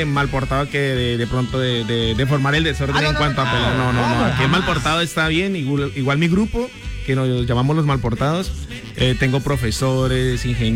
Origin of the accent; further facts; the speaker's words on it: Rivera, Huila, Colombia; Soy de la Ulloa.